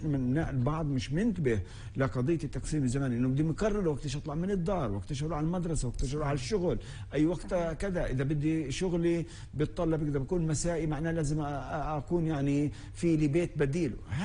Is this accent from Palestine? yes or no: yes; Palestine; احنا اليوم كفلسطينيين